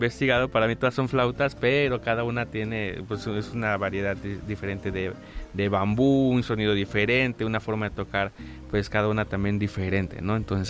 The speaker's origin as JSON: {"language": "Spanish", "region": "Tabasco", "country": "Mexico", "said": "Yo soy de Tabasco"}